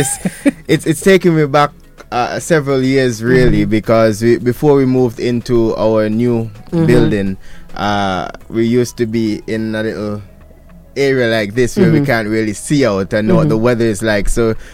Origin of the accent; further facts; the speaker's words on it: Montserrat; It's yours truly … I'm from Montserrat